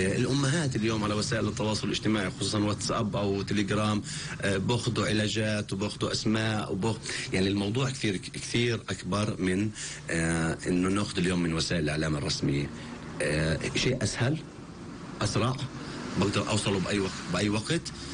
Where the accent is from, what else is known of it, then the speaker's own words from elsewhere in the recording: Palestine; خصوصيتنا كفلسطينيين